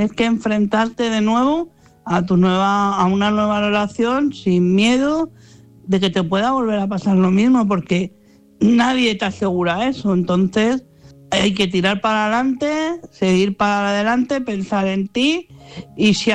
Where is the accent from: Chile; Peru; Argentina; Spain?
Spain; Madrid, Community of Madrid